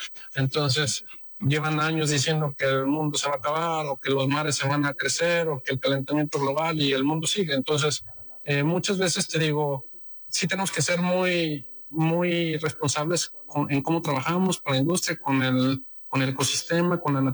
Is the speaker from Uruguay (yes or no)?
no; Mexico; yo soy mexicano, amo a mi país, vivo fuera de México gran parte del año, me la paso en Europa